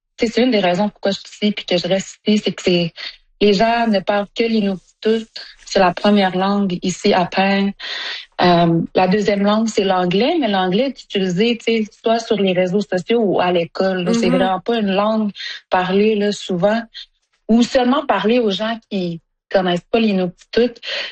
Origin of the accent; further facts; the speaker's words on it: Sept-Îles, Quebec, Canada; J'ai l'impression qu'en grandissant à Sept-Îles, le côté Innu, là, était vraiment perdu.